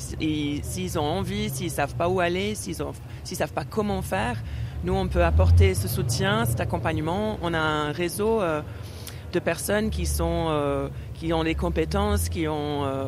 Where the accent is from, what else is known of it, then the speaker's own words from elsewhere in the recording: England, United Kingdom; born there; first language English; French is a second language; je suis née en Angleterre, une famille purement anglophone, personne de ma famille qui habite en dehors de l'Angleterre.